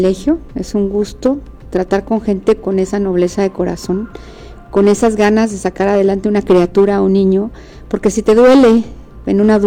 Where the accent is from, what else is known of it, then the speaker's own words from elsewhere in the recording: Guerrero, Mexico; Esos granitos juntos dentro del pozole somos nosotros, los guerrerenses, la gente que se suma día a día